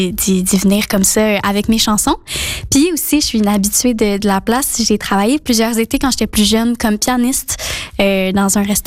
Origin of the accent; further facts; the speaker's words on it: Montreal, Quebec, Canada; je viens de Montréal.